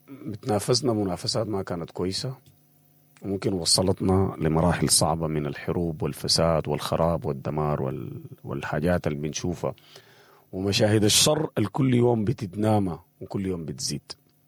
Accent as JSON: {"language": "Arabic", "country": "Sudan", "said": "والموضوع ده في حد ذاته مهم جدا لنا أن إحنا كسودانيين وبالذات في الوقت الحالي"}